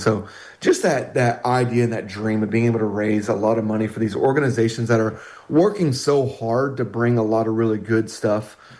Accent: Tyronza, Arkansas, United States; I'm originally from Tyronza, right?

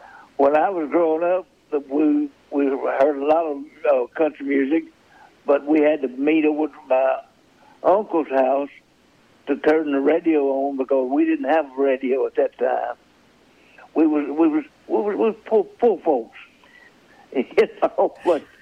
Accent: Brewer Community, Arkansas, United States; Well, I was born here in Arkansas, and I'm down in Arkansas County, below Stuttgart, a community there. It's called Brewer Community. That's where I started

